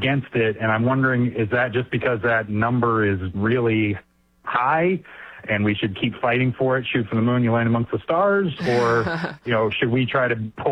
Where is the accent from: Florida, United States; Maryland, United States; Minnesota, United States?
Maryland, United States; the county that I grew up in Maryland, I mean, you can't sneeze in there without spending half a million bucks.